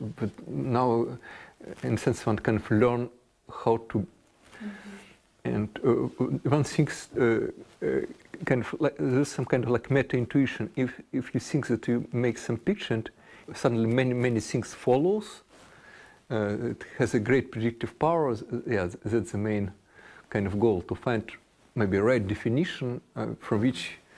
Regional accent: Russia; English is a second language; No, see, because I'm from Russia and I never been on the east of.

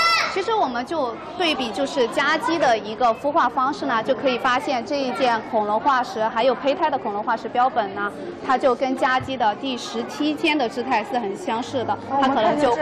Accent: Sichuan, China

